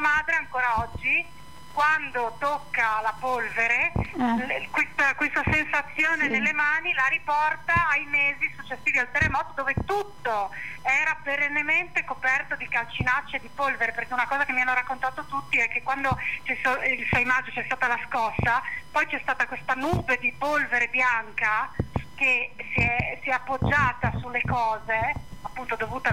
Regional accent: Gemona del Friuli, Friuli-Venezia Giulia, Italy; dall'essere nata e cresciuta a Gemona del Friuli.

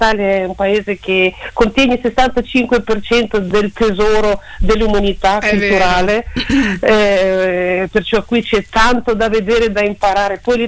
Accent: Minsk, Belarus; Italian is a second language; moved away as an adult; now in Italy; Minsk, la capitale.

